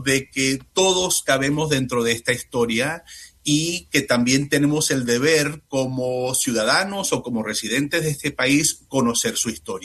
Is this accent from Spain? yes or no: no; United States; now in Washington, D.C., United States; ya que estamos acá en este país, estadounidenses, ¿no? Como norteamericanos